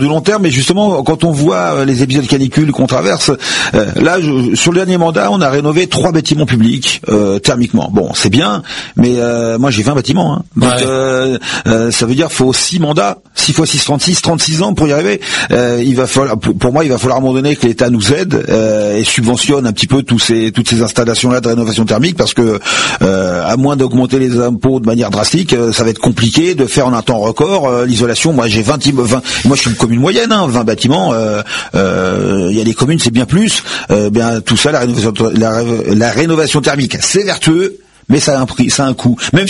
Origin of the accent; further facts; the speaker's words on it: Mériel, Île-de-France, France; moi je suis un enfant du pays, donc j'ai connu Mériel avec moitié moins d'habitants, j'ai joué dans la forêt quand j'étais petit